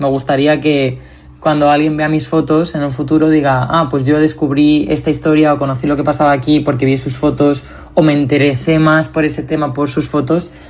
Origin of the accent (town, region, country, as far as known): Valencian Community, Spain